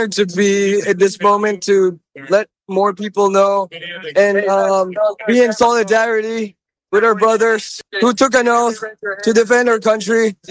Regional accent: Virginia, United States; I am from Virginia, yes.

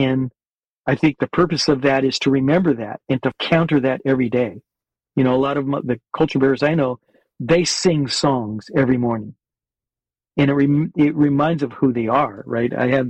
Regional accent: San Jose, California, United States; You know, I grew up in San Jose. That was the Valley of the Heart's Delight. It was the prune capital of the world.

